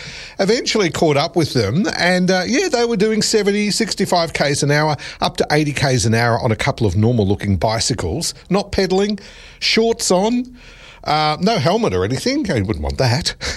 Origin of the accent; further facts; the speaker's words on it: Lara, Victoria, Australia; I noticed some local news that has happened at my hometown of Lara